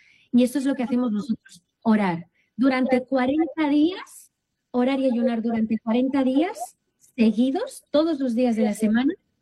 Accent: Tarragona, Catalonia, Spain; born there; moved away; el Señor me pidió que abriera la campaña en Tarragona, que es mi ciudad natal

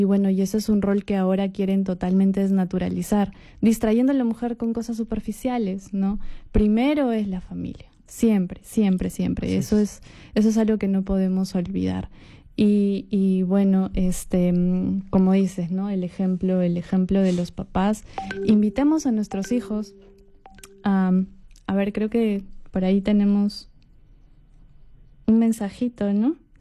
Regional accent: Cusco, Peru; Nosotros somos cusqueños

